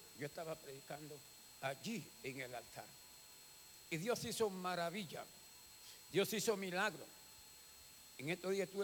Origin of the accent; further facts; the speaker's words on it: La Chorrera, Panamá Oeste, Panama; Soy de un campo de Chorrera. Mi papá, mi abuelo era descendencia francesa y mi abuela era italiana.